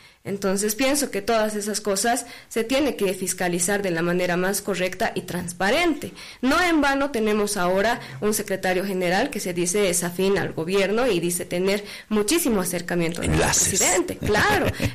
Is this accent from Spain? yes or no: no; Bolivia; nos hacen quedar en mal como bolivianos.